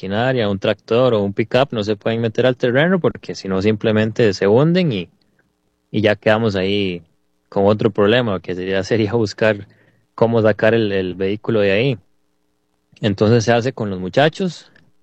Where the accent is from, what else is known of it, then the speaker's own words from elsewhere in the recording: Pacayas, Cartago, Costa Rica; Bueno, nosotros somos de Pacayas, pero producimos en la parte del volcán Turrialba y el volcán Irazú.